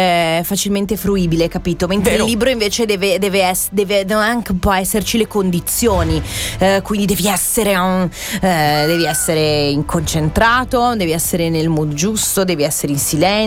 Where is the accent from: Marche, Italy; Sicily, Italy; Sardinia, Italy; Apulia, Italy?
Sicily, Italy; Catania; first language Sicilian; essendo catanese lo capisco, perché è la mia lingua madre